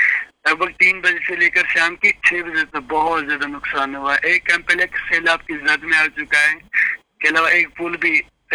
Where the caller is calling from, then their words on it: Jammu and Kashmir, India; जी मैं सेंट्रल कश्मीर से बात कर रहा हूँ, जिला बड़गाम में हमारा गांव पड़ता है।